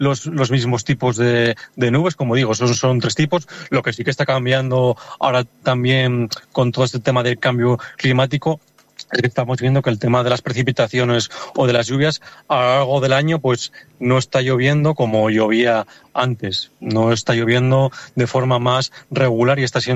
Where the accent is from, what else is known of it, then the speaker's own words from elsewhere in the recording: Asturias, Spain; Por ejemplo, que yo soy de Asturias, pues lo que se conoce como el orvallo, es una lluvia muy débil, muy fina